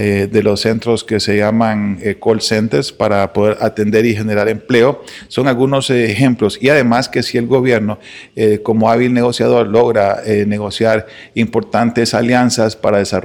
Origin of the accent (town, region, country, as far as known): Honduras